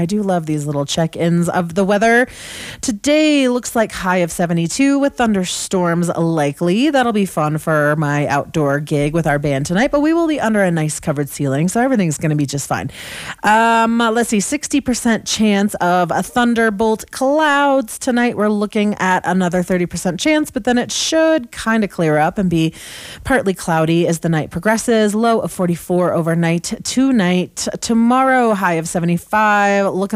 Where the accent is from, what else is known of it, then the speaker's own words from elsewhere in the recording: California, United States; now in Grand County, Colorado, United States; I'm from Northern California